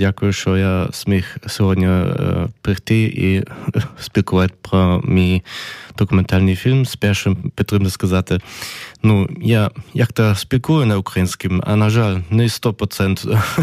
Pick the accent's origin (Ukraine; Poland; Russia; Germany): Germany; Ukrainian is a second language; я виріс в Німеччині, мій тато українець. Мама німка, але мої німецькі родичі теж жили в Україні. Возле там Одеси, там, вони називались чорноморські німці.